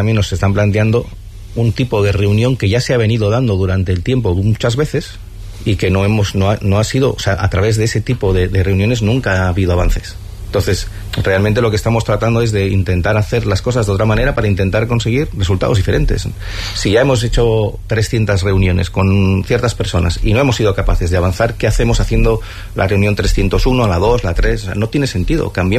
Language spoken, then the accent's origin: Spanish; Hondarribia, Basque Country, Spain; ¿Somos ciudadanos de Hondarribi?